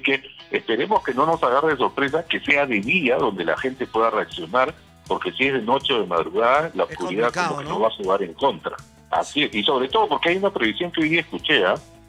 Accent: Peru; todos somos peruanos

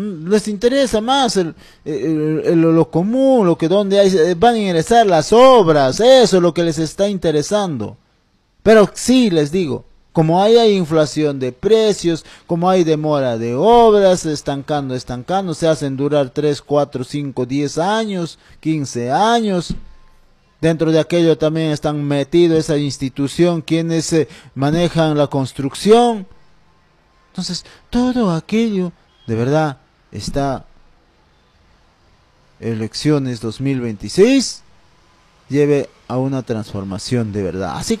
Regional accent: Junín, Peru; also born or lived in Tambillo, Ricrán district, Jauja province, Junín; este es mi pueblo querido, añorado. Centro Poblado de Unión Autiqui, mi pueblo donde me vio crecer. Desde el año 1978. Muy niño, ahí me he formado. Como ciudadano, como joven, estudiante, en adolescencia, ahí he pasado.

